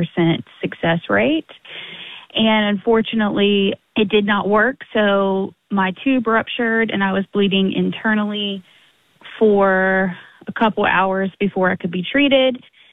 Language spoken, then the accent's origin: English; Boone, North Carolina, United States; I'm from Boone, North Carolina.